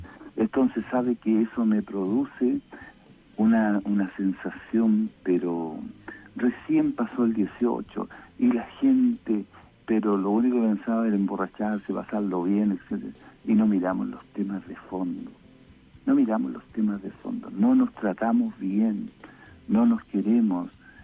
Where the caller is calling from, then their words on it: Maipú, Santiago Metropolitan Region, Chile; De Maipú, pues.